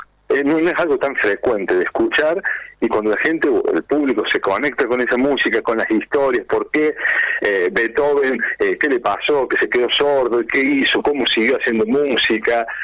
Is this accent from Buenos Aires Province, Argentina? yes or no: no; Córdoba, Argentina; yo soy de provincia de Córdoba, pero hago giras por provincia de Santa Fe, Buenos Aires.